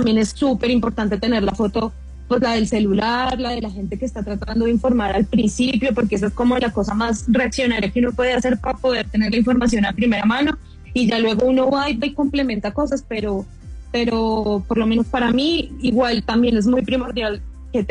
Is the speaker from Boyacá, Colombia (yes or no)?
no; Bogotá, Colombia; yo, por lo menos yo soy de Bogotá